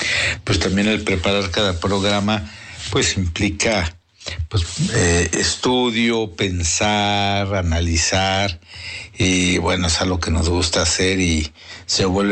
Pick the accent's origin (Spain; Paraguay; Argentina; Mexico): Mexico